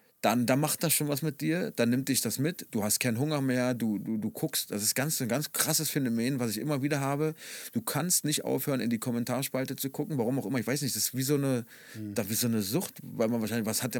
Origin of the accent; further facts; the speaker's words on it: Berlin, Germany; ich bin ja damals im Osten in Marzahn-Hellersdorf groß geworden, war ja auch ein raues Pflaster.